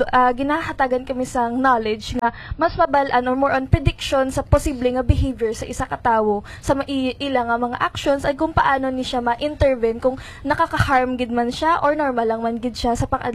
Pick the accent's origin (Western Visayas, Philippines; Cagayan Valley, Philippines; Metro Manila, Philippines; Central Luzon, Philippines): Western Visayas, Philippines; now in Iloilo, Philippines; Ah, originally po ako ay taga Aklan, isa ako ka Aklan.